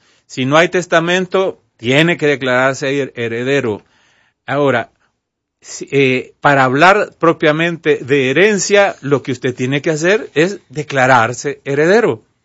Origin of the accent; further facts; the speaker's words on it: Guatemala; moved away; Nunca pensé que iba a pasar esto en mi país